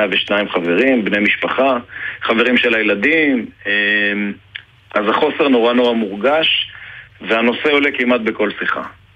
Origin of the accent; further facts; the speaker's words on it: Kissufim, Southern District, Israel; now in Be'eri, Israel; כי אני גדלתי בכיסופים ובאמת עברתי לבארי